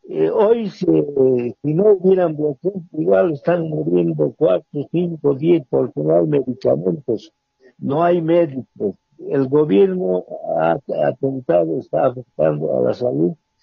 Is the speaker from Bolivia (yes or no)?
yes; Bolivia; nos hacen como bolivianos